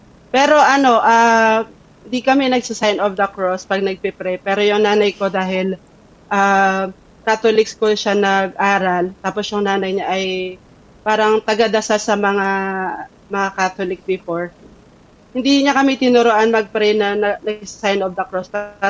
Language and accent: Tagalog; Calabarzon, Philippines; now in Caloocan City, Philippines; Bali, taga Quezon Province kami. Pero lumipat kami dito sa Caloocan City.